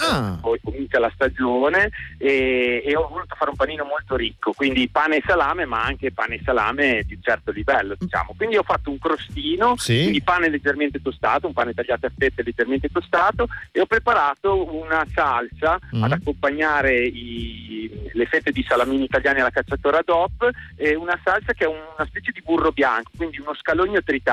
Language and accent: Italian; Modena, Emilia-Romagna, Italy; essendo che io sono di Modena